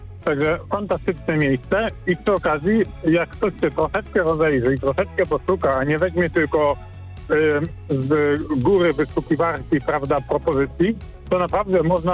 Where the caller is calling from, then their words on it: Pomeranian Voivodeship, Poland; Ja dzięki żonie tutaj teraz mieszkam, bo się wprowadziłem i jestem oczarowany.